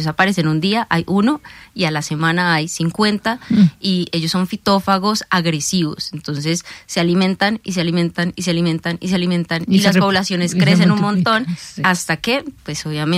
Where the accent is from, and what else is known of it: Colombia